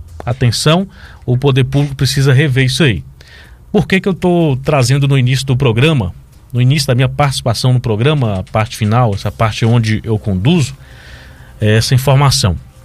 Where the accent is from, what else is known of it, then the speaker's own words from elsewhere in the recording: Malhada, Bahia, Brazil; Lá no povoado de Serra de João Alves, município de Malhada, onde eu nasci, me criei, minha localidade natal